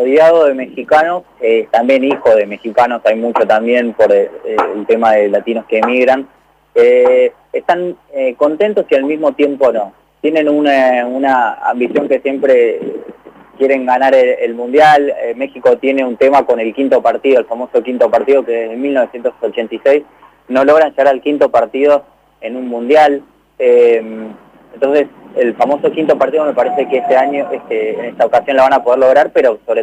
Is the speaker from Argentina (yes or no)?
yes; Buenos Aires, Argentina; Buenos Aires, que es de donde yo vengo.